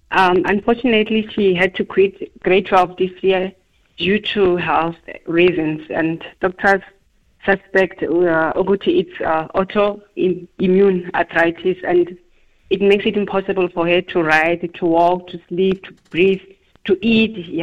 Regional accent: Sikaweni, KwaZulu-Natal, South Africa; now in East Rand, South Africa; I was born in Sikaweni.

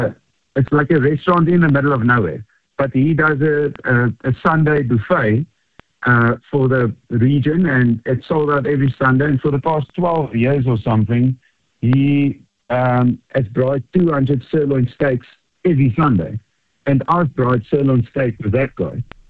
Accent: South Africa

